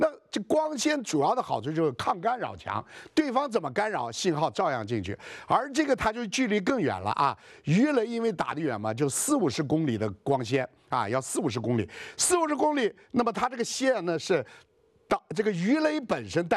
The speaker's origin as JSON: {"language": "Chinese", "country": "China"}